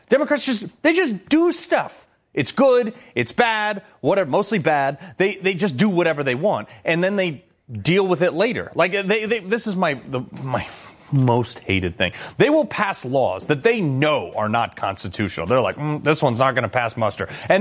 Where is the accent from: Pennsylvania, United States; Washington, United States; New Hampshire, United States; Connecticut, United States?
Connecticut, United States; Connecticut, my home state